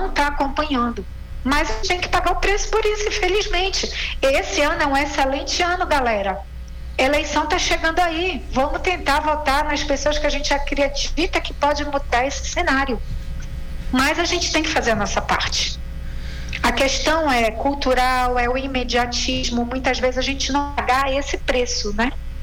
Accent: Brazil; eu sou brasileira.

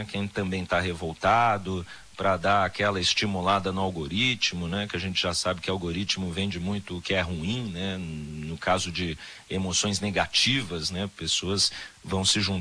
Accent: Brazil; Então, eu sou brasileiro e agora é o meu momento aqui de ter minha autoestima revigorada, ter a minha identificação com uma das coisas mais importantes do nosso país, né?

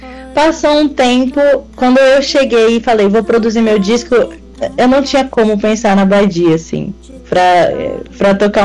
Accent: Piracicaba, São Paulo, Brazil; moved away as an adult; now in São Paulo, Brazil; tava de Piracicaba. Isso, e aí moro há 3 anos na capital.

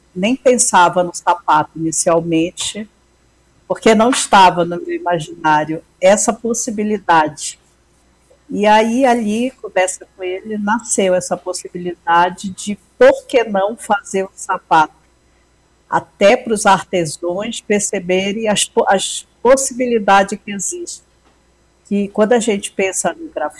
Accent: Cachoeira do Arari, Pará, Brazil; born there; now in São Paulo, Brazil; eu sou marajoara, né, de Cachoeira do Arari, e tenho um projeto que eu fundei, moro em São Paulo, né, há 15 anos

